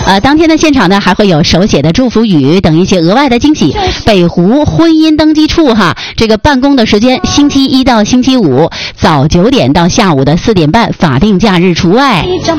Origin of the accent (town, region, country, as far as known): Changchun, Jilin, China